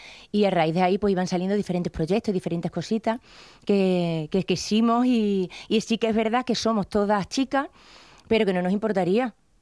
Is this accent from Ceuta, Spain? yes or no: no; Extremadura, Spain; como extremeñas que somos.